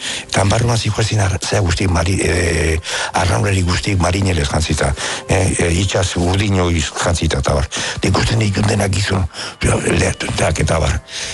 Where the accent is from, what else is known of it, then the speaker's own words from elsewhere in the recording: Orio, Basque Country, Spain; Bueno, ez dakit, nire herria da, nire herria nik hemen egin dut bizitza, beti hemen bizi izan du naiz